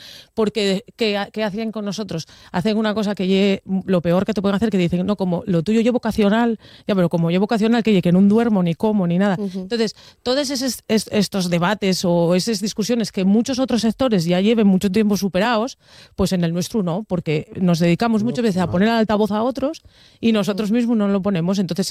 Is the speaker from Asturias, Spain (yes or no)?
yes; Langreo, Asturias, Spain; Bueno, Fer y yo somos de la Cuenca Minera, los dos, el Día de la Viana y yo de Langreo